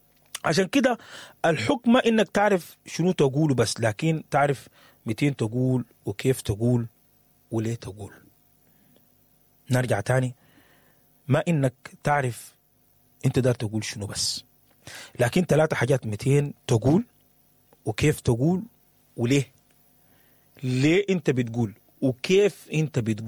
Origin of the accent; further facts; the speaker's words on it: Sudan; بخصوص بلدنا السودان